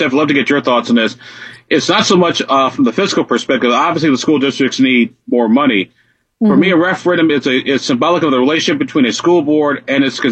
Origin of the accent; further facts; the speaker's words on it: Illinois, United States; Back in my home state of Illinois, they finally started to look at township government, believe it or not.